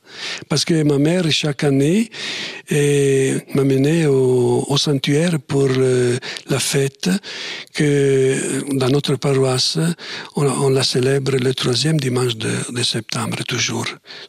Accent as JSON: {"language": "French", "town": "Trambileno", "region": "Trentino-Alto Adige", "country": "Italy", "tie": "born there", "said": "Moi, je suis né à Trambileno. C'est un village tout à côté de Rovereto, dans la province de Trente, au nord de l'Italie."}